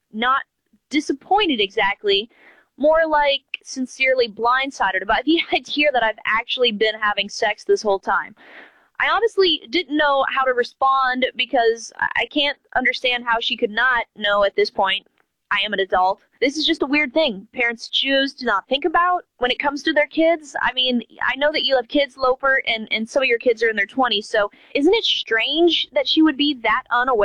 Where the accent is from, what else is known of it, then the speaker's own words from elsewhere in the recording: Chattanooga, Tennessee, United States; I grew up here in Chattanooga, and my dad has listened to KZ106 for years